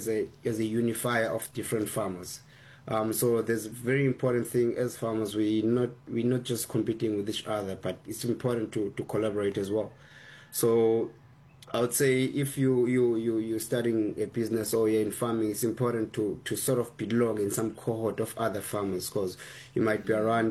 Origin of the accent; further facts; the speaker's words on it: Eastern Cape, South Africa; growing up in Eastern Cape, being involved in somewhat of an agriculture.